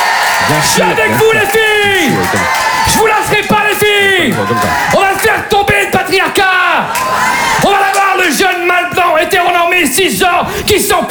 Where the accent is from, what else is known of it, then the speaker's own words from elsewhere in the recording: Hauts-de-France, France; Et je vous rappelle qu'on est du Nord.